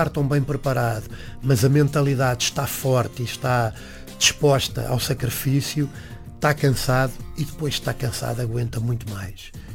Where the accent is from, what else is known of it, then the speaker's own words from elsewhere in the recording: Portugal; eu sou português